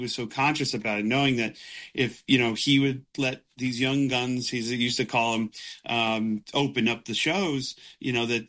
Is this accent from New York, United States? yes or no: yes; Utica, New York, United States; I grew up in Utica, New York, a little town equidistant from Buffalo and New York City.